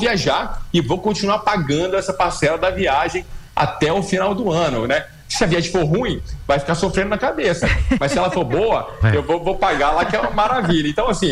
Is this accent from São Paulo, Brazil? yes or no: no; Rio de Janeiro, Brazil; A gente sabe como que é viajar para o Rio de Janeiro, que eu sou carioca, é uma dificuldade.